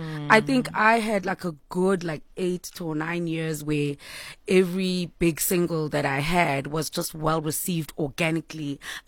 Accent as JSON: {"language": "English", "town": "Mthatha", "region": "Eastern Cape", "country": "South Africa", "first_language": "Xhosa", "second_language": "English", "said": "always bring it home by using isXhosa. You know, my language is my pride. Mm. You know what I mean? Like, you better know. I'm from Mthatha"}